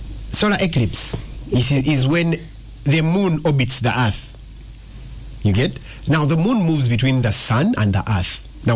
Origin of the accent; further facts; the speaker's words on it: Uganda; We told them, we're from Uganda.